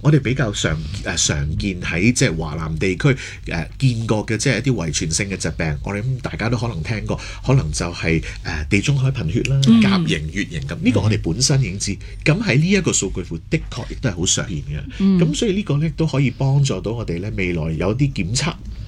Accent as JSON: {"language": "Cantonese", "country": "Hong Kong"}